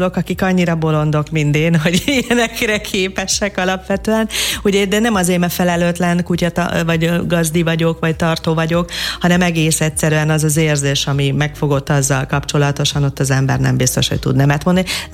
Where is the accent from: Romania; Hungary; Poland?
Romania; Transylvania; gyerekkoromban Erdélyben rengeteg mérges viperával, kígyóval találkoztam